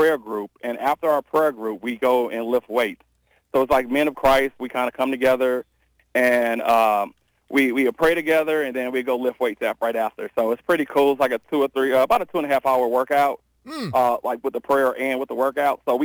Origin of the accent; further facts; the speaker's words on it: East St. Louis, Illinois, United States; I'm from East St. Louis at the time, so I'm like, well, I can still claim Illinois